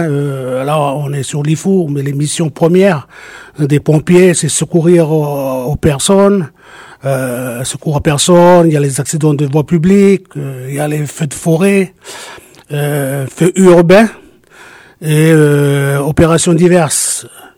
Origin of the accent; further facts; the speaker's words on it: Païta, South Province, New Caledonia; also born or lived in Yaté; Je viens de Païta. Après, j'étais à Yaté.